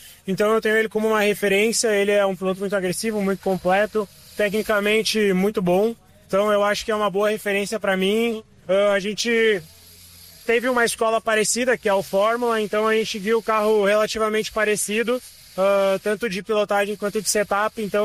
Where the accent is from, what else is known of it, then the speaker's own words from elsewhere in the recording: Santa Cruz do Sul, Rio Grande do Sul, Brazil; Eu nasci em Santa Cruz e cresci lá, então mesmo que hoje eu não esteja mais morando lá e na minha casa.